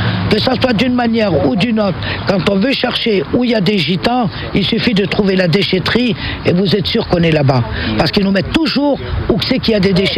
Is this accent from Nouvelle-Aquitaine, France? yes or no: no; Manosque, Provence-Alpes-Côte d'Azur, France; born there; nous, les gens du voyage. Et pourtant, on est français. Moi, je suis né à Manosque, j'ai 67 ans.